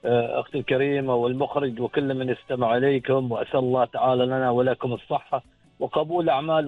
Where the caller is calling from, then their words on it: Al Khaburah, Al Batinah North, Oman; الآن من ولاية الخابورة الجميلة